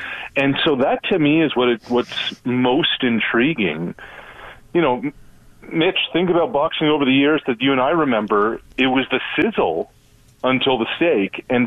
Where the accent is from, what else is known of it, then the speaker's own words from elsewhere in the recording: Truro, Nova Scotia, Canada; Turo, Nova Scotia, my hometown.